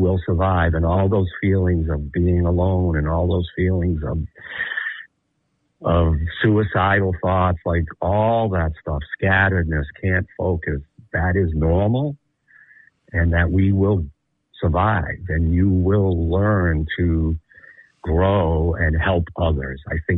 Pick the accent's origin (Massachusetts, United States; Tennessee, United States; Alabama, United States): Massachusetts, United States; And I'm proud to be born and raised in Massachusetts.